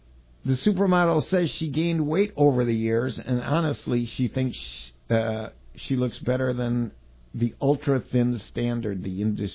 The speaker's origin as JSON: {"language": "English", "country": "United States", "said": "But that's because I'm an American."}